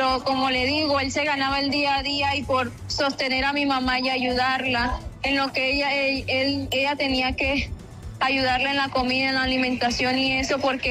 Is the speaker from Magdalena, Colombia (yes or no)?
yes; Santa Marta, Magdalena, Colombia; No, nosotros somos de Santa Marta.